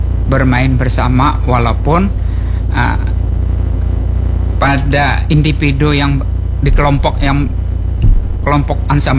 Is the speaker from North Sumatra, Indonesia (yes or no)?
no; South Kalimantan, Indonesia; ujar kita tuh Banjar tuh telinga ringkingan. Terlalu peka.